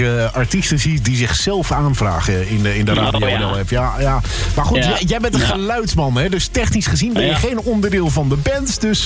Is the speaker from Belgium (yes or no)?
no; Groningen, Netherlands; want daar zijn wij Groningers veel te nuchter voor.